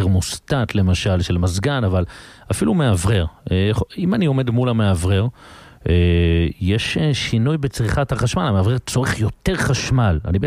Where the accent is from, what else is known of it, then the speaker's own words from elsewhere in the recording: Jerusalem, Jerusalem District, Israel; first language Yiddish; Hebrew is a second language; אנחנו גדלנו בירושלים בכלל בחיידר שדיברנו רק יידיש